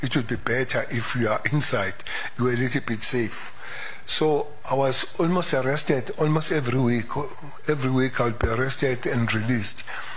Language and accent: English; Lamontville, KwaZulu-Natal, South Africa; I remember that about three houses from my house where I grew up in Lamontville, Mhlanga Road.